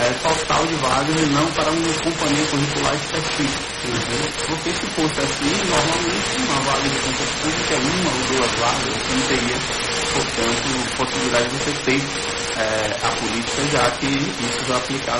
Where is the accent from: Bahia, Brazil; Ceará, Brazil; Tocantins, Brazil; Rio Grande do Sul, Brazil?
Bahia, Brazil; eu sou da Bahia, né? Minha formação é lá na Universidade Federal da Bahia, né?